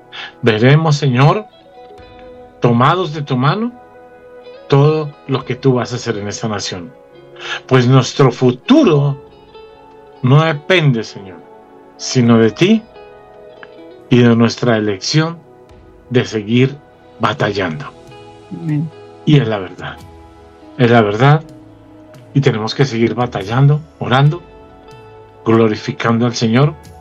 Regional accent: Colombia; Nos duele como colombianos

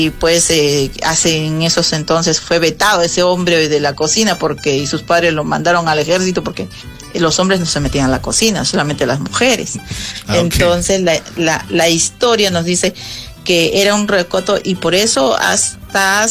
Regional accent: Arequipa, Peru; Nosotros acá en la Arequipeña, como arequipeños como grandes tradicionalistas y amantes de nuestra historia y tradición, la cebolla verde permanece en el uso diario de la cocina arequipeña.

